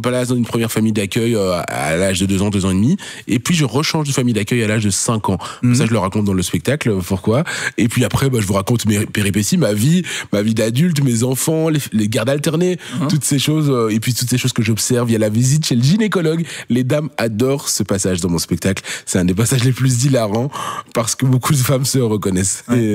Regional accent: Belgium; je rigole, hein, moi je suis belge.

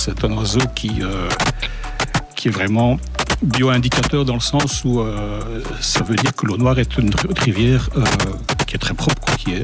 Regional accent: Gonrieux, Wallonia, Belgium; mon village natal, Gonrieux

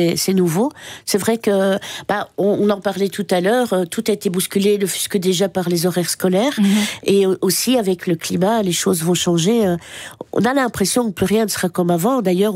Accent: Belgium; c'est pas parce qu'on est belge qu'on va en parler.

